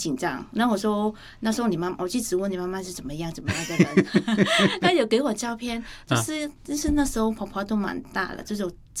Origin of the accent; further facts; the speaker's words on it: Vietnam; Chinese is a second language; 是因为我们越南人是比较喜欢吃辣和酸的食物，